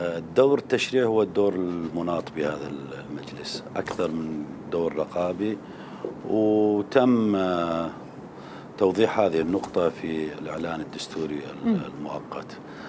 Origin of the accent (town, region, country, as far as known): Syria